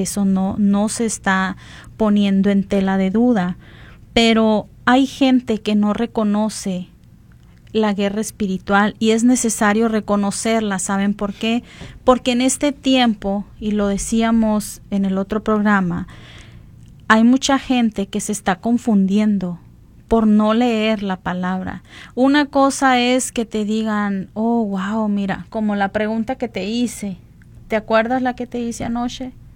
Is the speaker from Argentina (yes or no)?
no; Mexico; porque como mexicanos sí somos muy dados a usar esa frase.